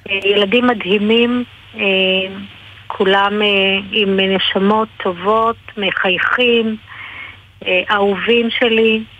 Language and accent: Hebrew; Jerusalem, Jerusalem District, Israel; now in Hadid, Israel; אז אני ירושלמית במקור, אני בעוד 6 ימים, אני לא יכולה להגיד שאני אחגוג 63